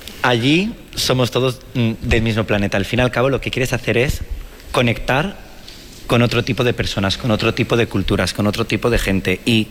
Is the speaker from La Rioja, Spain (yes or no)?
yes; Alfaro, La Rioja, Spain; somos de España, pero de La Rioja, de Alfaro